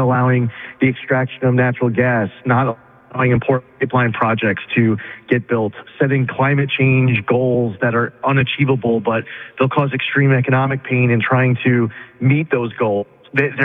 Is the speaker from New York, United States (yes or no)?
yes; New York, United States; I'm from New York.